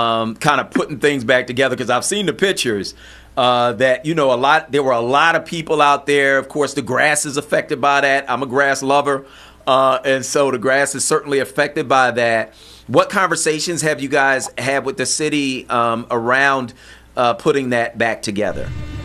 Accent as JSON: {"language": "English", "town": "Philadelphia", "region": "Pennsylvania", "country": "United States", "tie": "born or raised there", "said": "I'm from Philadelphia, have lived here all my life"}